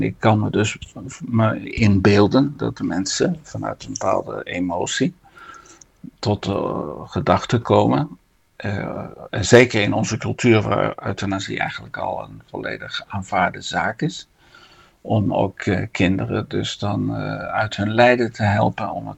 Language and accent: Dutch; Netherlands